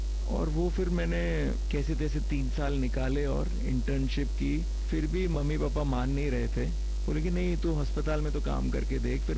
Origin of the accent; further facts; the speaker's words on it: Mumbai, Maharashtra, India; नहीं, मैं बम्बई का ही हूँ, यहाँ की पैदाइश है